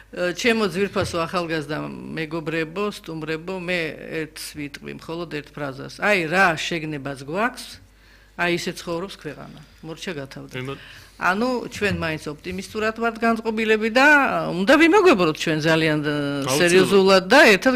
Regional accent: Sukhumi, Abkhazia, Georgia; born there; moved away; სოხუმში დაბადებული ადამიანი ამდენი წელი პოლიტიკაში ვარ.

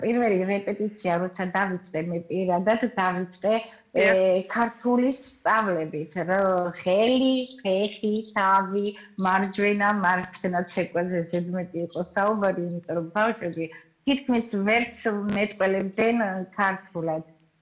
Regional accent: Guria, Georgia; ისიც გურული გახლავთ, ერთი რაიონიდან ვართ.

